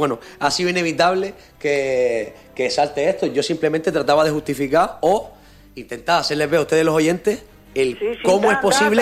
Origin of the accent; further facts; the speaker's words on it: Canary Islands, Spain; como canarios que somos